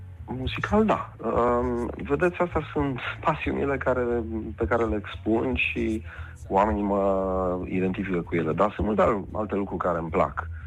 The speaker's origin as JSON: {"language": "Romanian", "region": "Transylvania", "country": "Romania", "said": "Eu sunt ardelean, ca și tine și ca mulți care ne ascultă acum."}